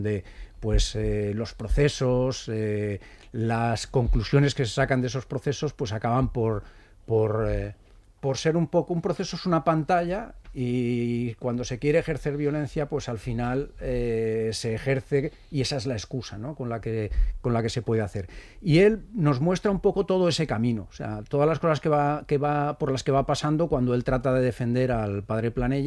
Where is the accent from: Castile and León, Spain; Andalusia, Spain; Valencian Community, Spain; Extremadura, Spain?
Valencian Community, Spain; Alicante; Y para los que somos alicantinos, pues es una manera de vivir una novela en casa, porque tampoco hay tantos libros que tengan como referencia a la ciudad de Alicante